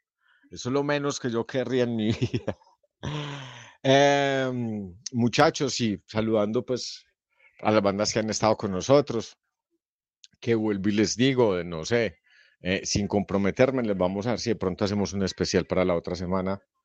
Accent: Fredonia, Antioquia, Colombia; nosotros somos de La Vereda, nosotros somos de un pueblo, somos de Fredonia, Antioquia, que está ubicado en el suroeste antioqueño. Tierrita de café, tierrita parrandera, tierra buena para vivir sin meterse con la gente

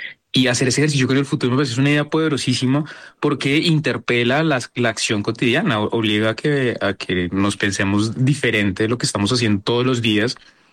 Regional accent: Colombia

